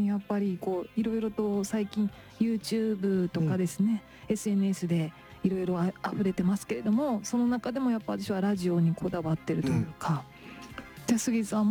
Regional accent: Kagawa, Japan; moved away; 地元の香川県にいた頃に

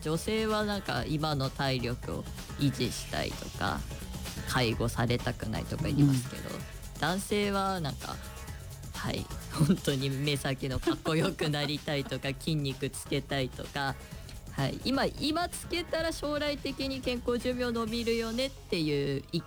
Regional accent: Misato, Saitama, Japan; now in Hatori, Ibaraki, Japan; 育った埼玉県の、具体的に三郷市なんですけど

